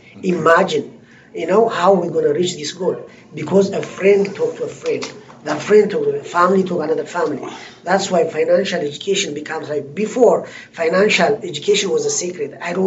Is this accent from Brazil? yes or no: no; Ethiopia; English is a second language